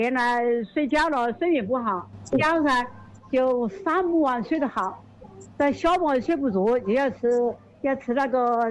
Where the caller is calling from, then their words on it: Changsha, Hunan, China; 我是长沙的。